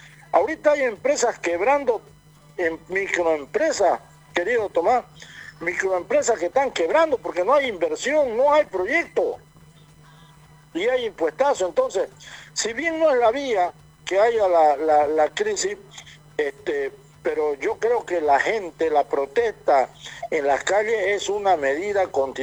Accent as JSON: {"language": "Spanish", "country": "Bolivia", "said": "¿Y el resto del pueblo acaso no somos bolivianos?"}